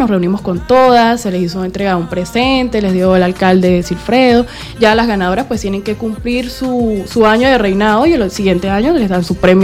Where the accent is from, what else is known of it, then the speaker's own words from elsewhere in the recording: Venezuela; No, siempre en mi país, en mi ciudad.